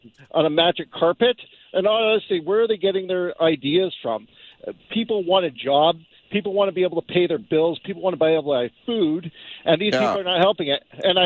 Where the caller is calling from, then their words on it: Surrey, British Columbia, Canada; I got to say, as a British Columbian and everybody else I talk to, we do not agree with these leftist nut job environmentalists.